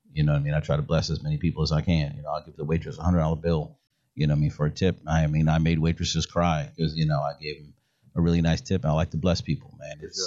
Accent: New York City, New York, United States; I was born in Brooklyn, Crown Heights, single mom, grew up poor, predominantly black neighborhood.

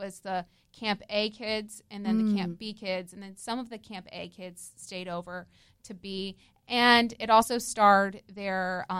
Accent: Louisville, Kentucky, United States; Back in my hometown of Louisville, Kentucky.

